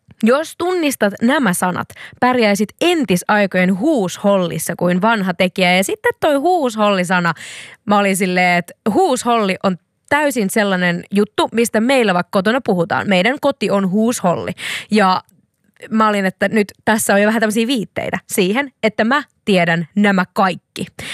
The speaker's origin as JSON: {"language": "Finnish", "region": "South Ostrobothnia", "country": "Finland", "accent": "South Ostrobothnian", "said": "mun lähipiirissä käytetään Etelä-Pohjanmaan murretta ja sitten sinne laitetaan semmoisia vanhan kansan sanoja, niin sanotusti."}